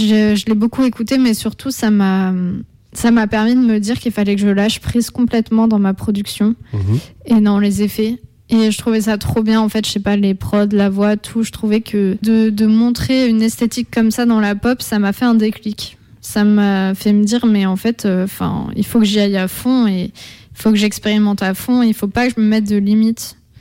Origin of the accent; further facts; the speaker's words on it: France; accent: French; ça reste moi, je suis française, donc forcément il y a une trace.